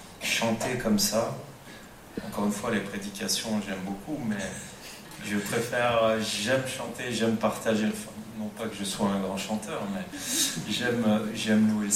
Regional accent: Chambéry, Auvergne-Rhône-Alpes, France; also born or lived in Grenoble; Donc, moi, j'ai grandi entre Chambéry et Grenoble. Je suis savoyard, né à Chambéry, voilà.

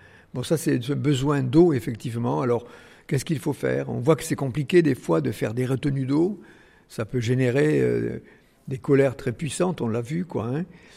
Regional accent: Vielmur-sur-Agout, Occitanie, France; born there; moi je suis né dans Vielmur, dans le Tarn, petit village, à la campagne. On n'avait même pas l'eau courante, vous voyez, dans la maison.

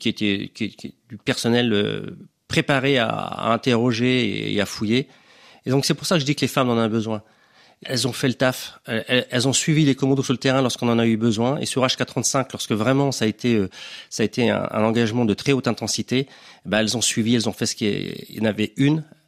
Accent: Lorient, Brittany, France; Je suis un petit breton qui est arrivé à 6 mois à Lorient et vraiment, ça me touche et j'ai des frissons parfois avec la cornemuse ou la bombarde.

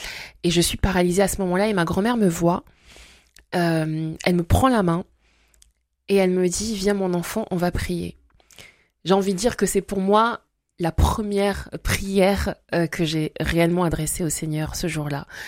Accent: Brazzaville, Republic of the Congo; also born or lived in Belgium; Je suis née en Belgique, j'ai vécu jusqu'à l'âge de mes 3 ans et j'ai passé mon enfance effectivement à Brazzaville exactement, là-bas.

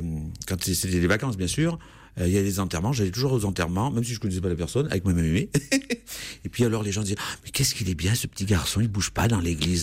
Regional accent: Perrier, Auvergne-Rhône-Alpes, France; moved away as an adult; also born or lived in Issoire; now in Saint-Diéry, France; Je n'ai pas été très loin, mais je suis né donc à Issoire. Et j'ai grandi dans un village qui est toujours cher à mon cœur. C'est Perrier, juste à côté d'Issoire.

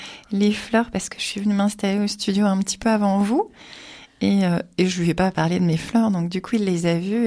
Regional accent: Grand Est, France; now in Bauges, France; je suis originaire d'Alsace

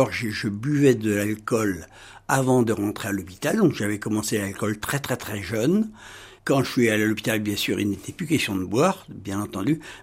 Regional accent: Cholet, Pays de la Loire, France; also born or lived in La Roche-sur-Yon; je suis né à Cholet en 1961, j'ai donc 65 ans à peine. Je les aurai à la fin de l'année. Et j'ai habité la Bruchière avec mes parents bien entendu, mes frères et sœurs. Une enfance, dirais-je, à peu près normale jusqu'à l'âge de 14 ans

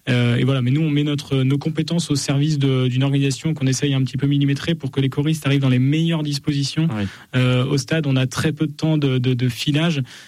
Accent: Chambéry, Auvergne-Rhône-Alpes, France; Je viens de Chambéry.

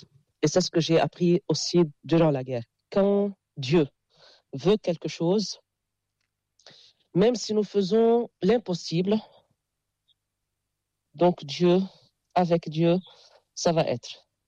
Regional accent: Jounieh, Keserwan-Jbeil, Lebanon; Et puisque je suis de Jounieh, vous voyez, l'élève ou bien l'enfant dépendent de son environnement. À Joigny, il y a la plage, il y a la mer.

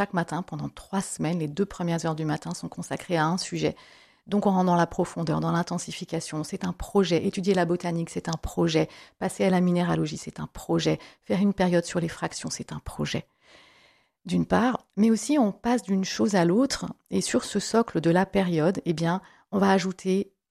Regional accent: Grand Est, France; also born or lived in United States

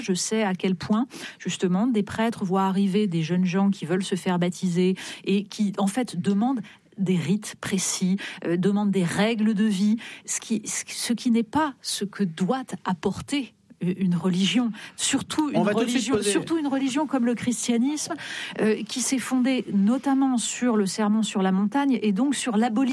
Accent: France; nous sommes français

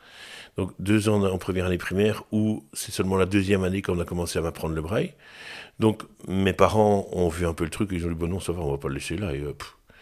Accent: Jumet, Wallonia, Belgium; also born or lived in Gosselies / Marcinelle; Je suis né à Gosselies. Et donc, j'ai vécu à Jumet pendant une bonne vingtaine d'années. Puis, je suis arrivé à Marcinelles.

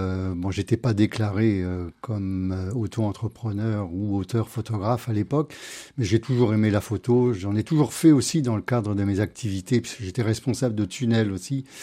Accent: Fécamp, Normandy, France; now in Marseille, France; Je suis normand d'origine, j'ai travaillé en port maritime à Fécamp, ma ville natale.

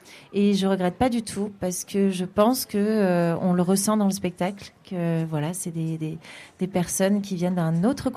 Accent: France; nous, en tant que Français

